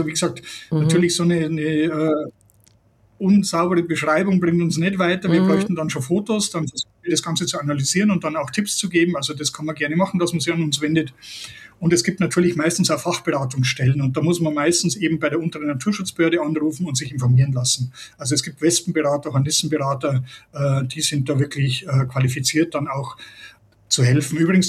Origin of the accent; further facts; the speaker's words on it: Regensburg, Bavaria, Germany; ich bin auch aus Regensburg, da kenne ich die Situation.